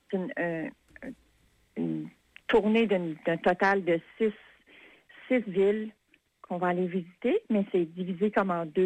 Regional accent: Tracadie, New Brunswick, Canada; now in Fredericton, Canada; Oui, je suis native de Tracadie

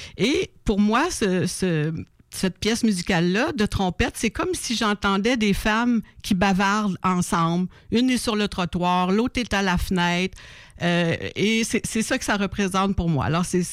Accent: Rimouski, Quebec, Canada; now in Quebec City, Canada; Moi, j'ai grandi à Rimouski. J'ai fait tous mes études là, incluant le collège.

